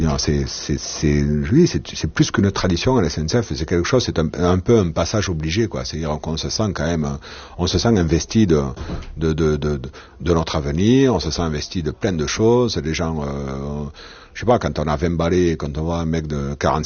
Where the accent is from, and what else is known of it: Lannemezan, Occitanie, France